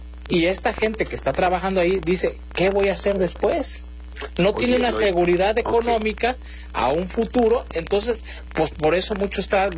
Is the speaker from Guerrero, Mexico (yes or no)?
yes; Guerrero, Mexico; Y yo soy un ciudadano guerrerense